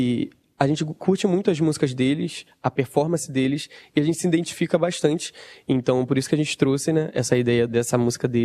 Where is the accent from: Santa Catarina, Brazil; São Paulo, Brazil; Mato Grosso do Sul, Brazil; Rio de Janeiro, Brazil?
Rio de Janeiro, Brazil; São Gonçalo; e também somos de São Gonçalo.